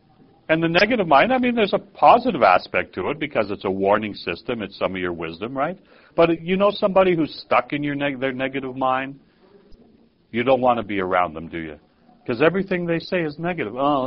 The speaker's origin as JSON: {"language": "English", "country": "Canada", "said": "I'm Canadian, I'm English mind, right?"}